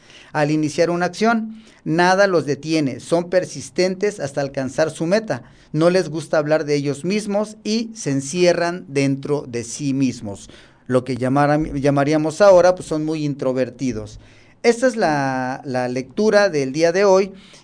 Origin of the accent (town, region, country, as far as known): Mexico